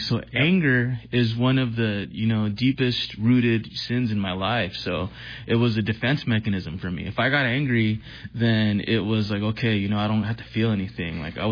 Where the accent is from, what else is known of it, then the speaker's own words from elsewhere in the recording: California, United States; I grew up in Cali. My father is... basically came across the border from Mexico when he was 5.